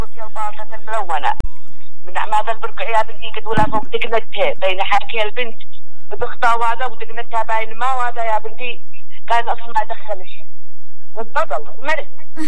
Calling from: Yemen; ونحن يمنيين.

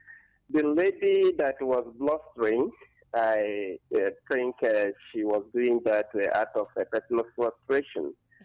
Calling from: Ebonyi, Nigeria; I'm calling in from Akes Ebonyi State.

